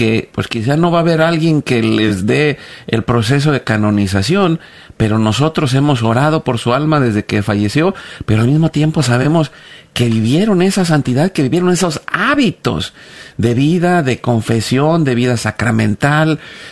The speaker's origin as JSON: {"language": "Spanish", "country": "Mexico", "said": "sino solamente somos mexicanos."}